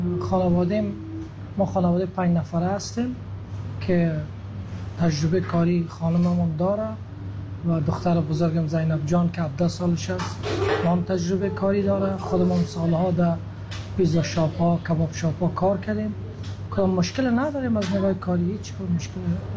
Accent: Afghanistan; now in Australia; از افغانستان هستم، سیتیزن استرالیا و سال 2017 ما در استرالیا آمدیم.

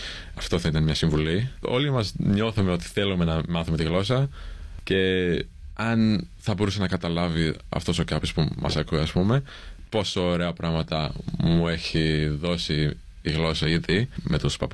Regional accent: Australia; Greek is a second language; δεν θα έλεγα νομίζω ότι είμαι Έλληνας. Δεν θα έκανα μια τέτοια δήλωση τόσο ξεκάθαρα. Δηλαδή, θα έλεγα ότι είμαι Αυστραλός με ελληνική καταγωγή. Δεν λέω ότι είμαι Έλληνας.

